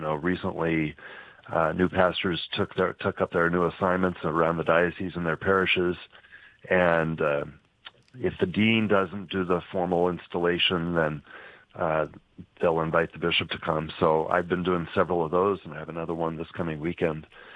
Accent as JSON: {"language": "English", "town": "Omaha", "region": "Nebraska", "country": "United States", "tie": "born or raised there", "said": "I grew up in Omaha, so I didn't have that much interaction with him"}